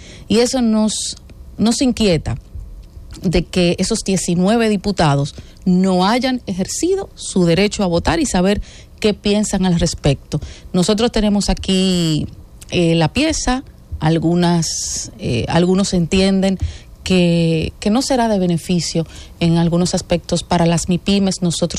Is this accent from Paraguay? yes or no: no; Dominican Republic